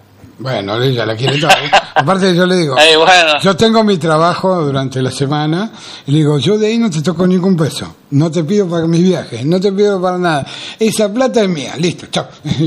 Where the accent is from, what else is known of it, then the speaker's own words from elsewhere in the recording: Buenos Aires, Argentina; born there; now in Buenos Aires Province, Argentina; yo soy de acá. Soy bonaerense por elección y porteño por nacimiento.